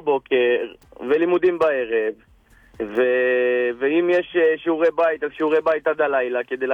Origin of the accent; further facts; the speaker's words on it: Haifa, Haifa District, Israel; אני מקירת חיים